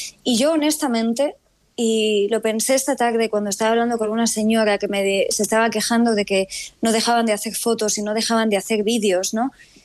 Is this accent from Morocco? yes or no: yes; Morocco; now in Spain; Los que vivimos en España y somos marroquíes seguimos atravesando calamidades en materia de extranjería